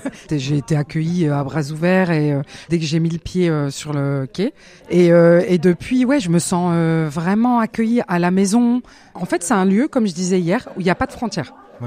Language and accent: French; Belfort, Bourgogne-Franche-Comté, France; also born or lived in Strasbourg